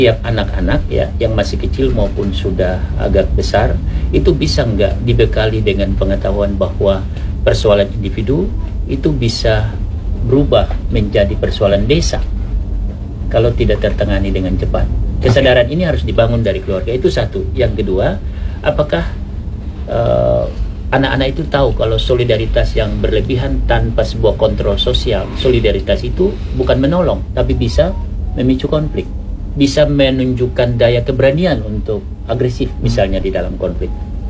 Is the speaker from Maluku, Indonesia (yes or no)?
yes; Maluku, Indonesia; kita orang Maluku ini adalah orang yang berperadaban, bukan saja di Nusantara tapi di dunia ya.